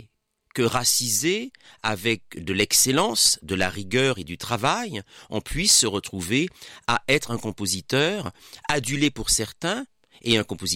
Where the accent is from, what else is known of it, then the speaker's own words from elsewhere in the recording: Martinique; je suis martiniquais